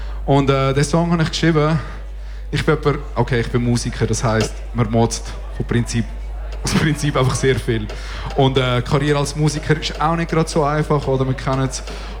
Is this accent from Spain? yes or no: yes; southern Spain, Spain; accent: southern Spanish; Okay, ich habe so einen südspanischen Akzent. Andere würden sagen Bendecido.